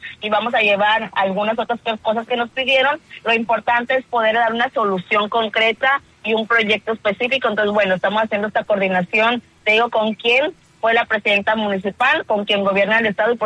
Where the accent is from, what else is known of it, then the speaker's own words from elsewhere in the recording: Manzanillo, Colima, Mexico; Amo el puerto donde nací, amo el puerto donde vivo, el puerto donde viven mis padres, mi familia